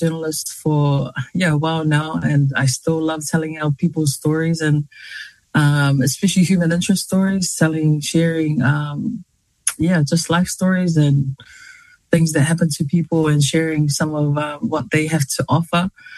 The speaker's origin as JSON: {"language": "English", "region": "Auckland", "country": "New Zealand", "tie": "born or raised there", "said": "I grew up in Messi, West Auckland, and yeah, born and raised in West Auckland. But yeah, grew up, I guess, in a traditional Samoan household."}